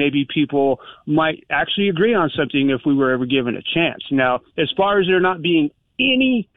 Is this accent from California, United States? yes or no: yes; California, United States; born there; moved away; I'm from California. You know, my bad for being born there.